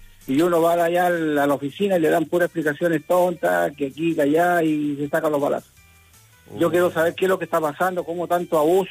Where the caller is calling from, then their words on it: Copiapó, Atacama, Chile; De Coviapó